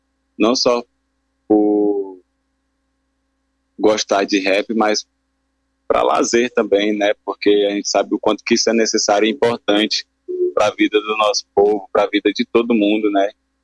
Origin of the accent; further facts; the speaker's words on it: Palmas, Tocantins, Brazil; eu sou nascido e criado aqui em Palmas. Eu cresci ali pelaquela região das Mil, perto da rodoviária.